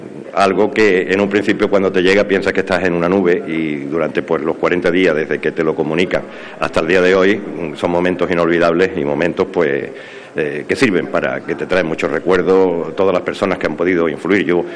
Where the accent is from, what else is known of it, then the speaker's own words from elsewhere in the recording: La Campana, Andalusia, Spain; Cuando con 65 ya pensé que me iba a retirar, que estoy entre mi pueblo, entre La Campana y Dos Hermanas, que por cierto esta medalla se la dedico a cada uno de mis paisanos de La Campana. Entre La Campana y Dos Hermanas vivo ahora.